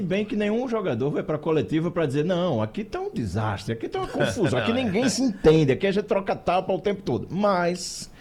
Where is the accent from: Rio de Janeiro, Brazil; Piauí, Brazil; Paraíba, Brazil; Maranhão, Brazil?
Paraíba, Brazil; como bom paraibano, sou belo em todos os sentidos.